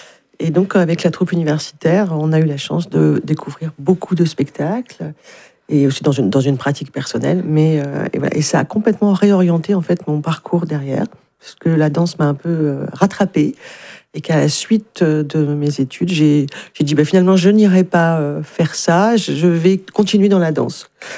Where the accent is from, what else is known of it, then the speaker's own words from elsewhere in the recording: Le Mans, Pays de la Loire, France; moved away as an adult; also born or lived in Alençon / Auxerre / Besançon; Moi, je suis originaire je suis née au Mans. Et donc, j'ai été baignée, j'ai été éduquée par le Repas Jazz Festival.